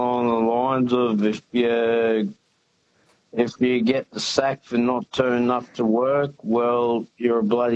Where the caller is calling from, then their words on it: Australia; We are Australian people